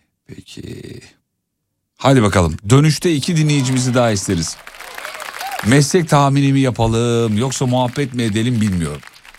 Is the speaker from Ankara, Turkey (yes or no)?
yes; Ankara, Turkey; Erhan niye böyle yapıyorsun? Ankaralıyım ben. Anlamıyor musun?